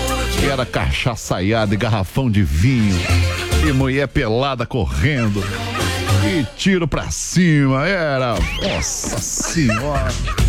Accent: Lages, Santa Catarina, Brazil; Meu pai, a gente é de Lages, né, de Santa Catarina.

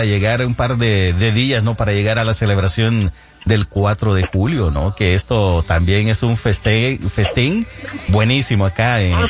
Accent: Santa Ana, El Salvador; yo ya hasta estoy pensando allá en mi tierra, en Santa Ana

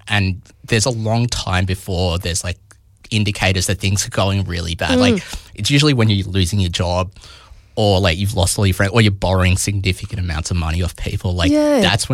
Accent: Sydney, New South Wales, Australia; Yeah, so I grew up in Sydney

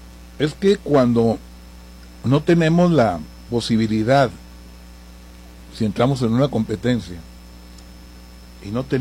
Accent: Mexico; tenemos muchos privilegios como mexicanos

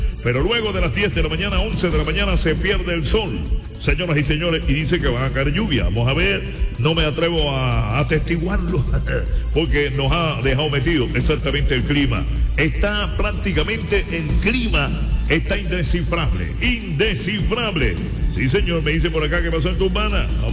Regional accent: Repelón, Atlántico, Colombia; Si tú eres Manatí, yo soy de Repelón.

